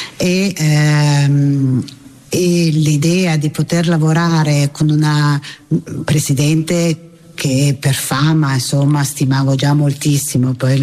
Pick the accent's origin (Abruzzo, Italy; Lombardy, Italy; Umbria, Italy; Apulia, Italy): Lombardy, Italy; Milan; l'Istituto Don Gnocchi, che io da milanese conoscevo come milanese